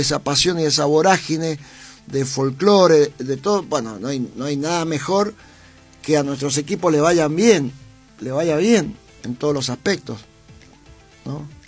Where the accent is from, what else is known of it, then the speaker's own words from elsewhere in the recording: Mendoza, Argentina; soy más mendocino que argentino, ¿no?